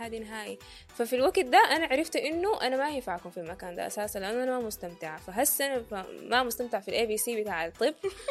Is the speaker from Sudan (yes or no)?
yes; Sudan; زي مثلا عندنا في السودان لما حصلت حرب ما كان عندي اوبشن بتاع لا لا لا لا انا ما حقدر اغير بيتي ولا حقدر اطلع